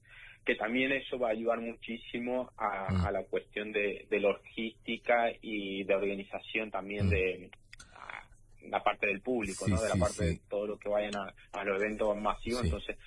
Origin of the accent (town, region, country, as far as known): Argentina